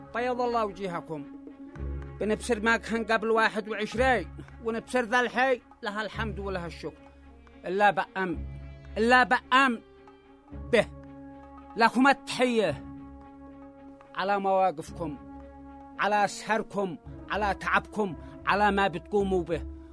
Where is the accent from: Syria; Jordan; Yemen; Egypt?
Yemen; عاد إحنا يمنية